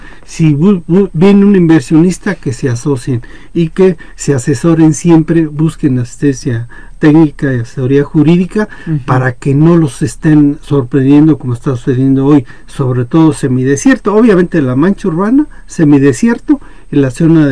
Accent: Querétaro, Mexico; Así es, somos queretanos y nos da mucho gusto crecer y estar con quien nos da de comer

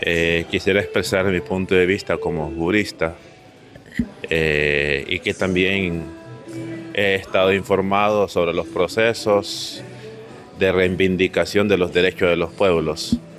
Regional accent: Honduras; born there; nuestros antepasados fueron los que llegaron acá, a nuestro país, pero nosotros somos hondureños, nacidos en Honduras

